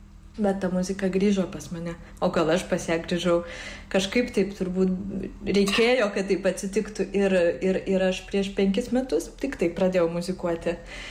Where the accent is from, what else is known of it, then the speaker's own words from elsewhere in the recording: Vilnius, Vilnius County, Lithuania; moved away as an adult; now in Copenhagen, Denmark; aš esu iš Vilnius, o Kopenhagoje aš gyvenu jau 16 metų.